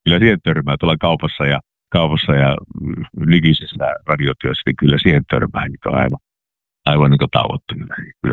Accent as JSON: {"language": "Finnish", "town": "Oulu", "region": "North Ostrobothnia", "country": "Finland", "tie": "born or raised there", "also_born_or_lived": "Raahe", "accent": "North Ostrobothnian dialect", "said": "Mä oon syntynyt Raahessa ja kasvanut Pohjois-Pohjanmaalla ja Oulussa ja mummalla on ollut ihan niin lumivettässä, jossa puhutaan niin kuin just sillä tavalla, kun Pohjois-Pohjanmaalla puhutaan."}